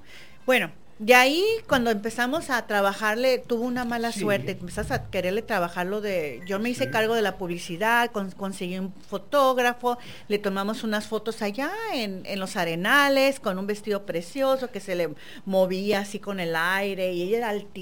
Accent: Mexico; somos mexicanos y tenemos que nosotros estar con México.

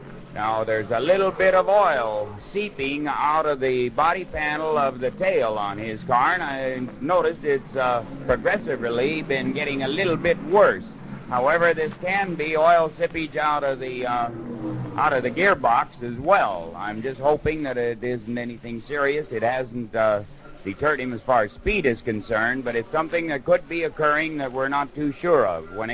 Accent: California, United States; we in California are real proud of him being a Californian, too

